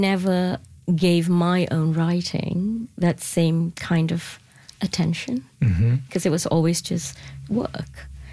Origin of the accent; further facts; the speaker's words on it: Ipoh, Perak, Malaysia; now in Winnipeg, Canada; My mother's house in Malaysia, the country of my birth.